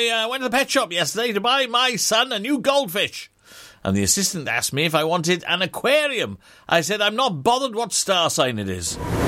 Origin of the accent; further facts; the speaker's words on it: Wales, United Kingdom; I do apologise to all Welsh people out there. Even though I'm thoroughbred, my Welsh accent is borderline racist.